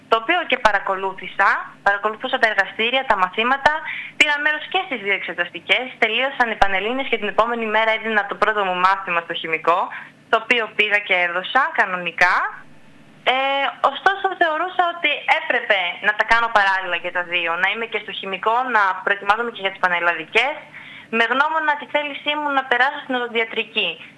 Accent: Fournoi, North Aegean, Greece; ενός παιδιού που ζει στους Φούρνους.

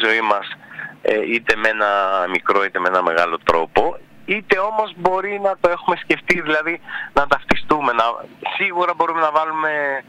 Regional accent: Karlovasi, North Aegean, Greece; born there; δεν είμαι Σαμιώτης, αλλά έχω γεννηθεί στη Σάμο.

